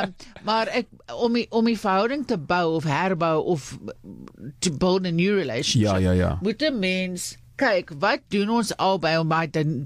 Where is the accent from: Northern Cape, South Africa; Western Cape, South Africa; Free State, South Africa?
Western Cape, South Africa; Cape Town; born there; now in Johannesburg, South Africa